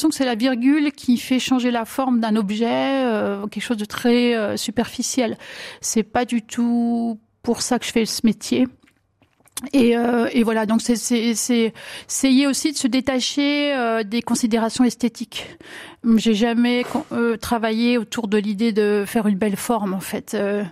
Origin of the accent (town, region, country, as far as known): Grand Est, France; born there